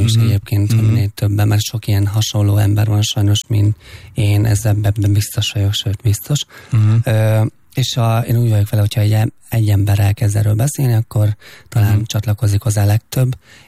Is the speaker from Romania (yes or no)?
no; Fót, Pest, Hungary; én Fóton nőttem fel a gyermekvárosban